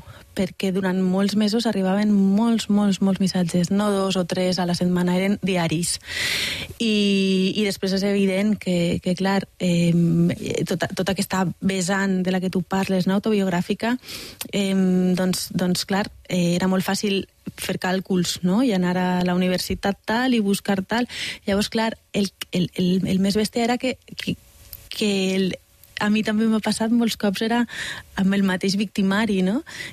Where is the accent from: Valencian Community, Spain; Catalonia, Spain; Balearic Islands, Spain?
Valencian Community, Spain; Soc valenciana.